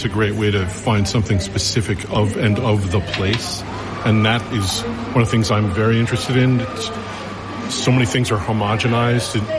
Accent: Brooklyn, New York, United States; We're from Brooklyn, New York.

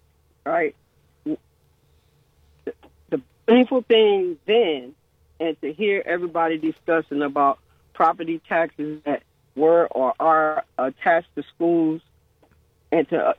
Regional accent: Florida, United States; now in Akron, United States; I was born and raised in Florida.

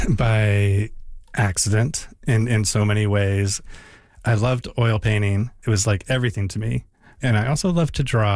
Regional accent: Canada; born or raised there; moved away; also born or lived in San Francisco

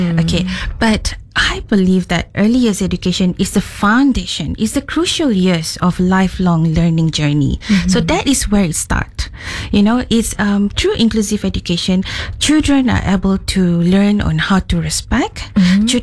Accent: Sarawak, Malaysia; they ask me, where are you from? I said, oh, I'm from Sarawak.

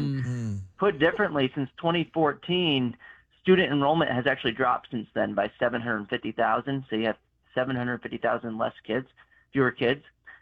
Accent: Texas, United States; my home state of Texas

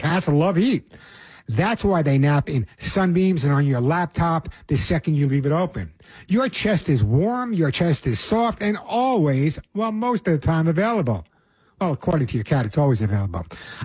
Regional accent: Long Island, New York, United States; I'm from Long Island. There's no such thing as a dry heat.

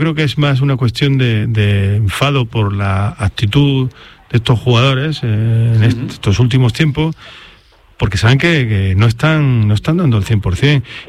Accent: Ceuta, Spain; Es decir, yo creo que ya sabe la gente, yo soy de Ceuta

